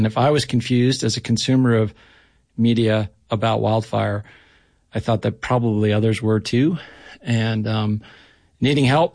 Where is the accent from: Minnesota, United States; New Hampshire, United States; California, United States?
New Hampshire, United States; I grew up in New Hampshire, and, you know, my grandfather lived on a large piece of land